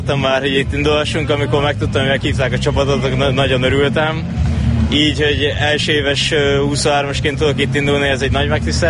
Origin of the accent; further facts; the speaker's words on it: Hungary; így magyarként